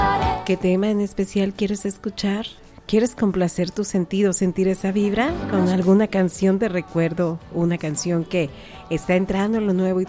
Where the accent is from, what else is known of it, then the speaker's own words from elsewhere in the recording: Mexico; aquí en nuestro país y que pues nos representan como mexicanos, la cultura mexicana